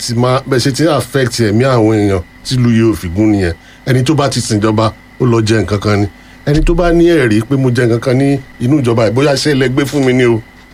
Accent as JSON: {"language": "Yoruba", "region": "Oyo", "country": "Nigeria", "said": "ọmọ Nàìjíríà ni mí ọmọ ìpínlẹ̀ Ọ̀yọ́ ni mí"}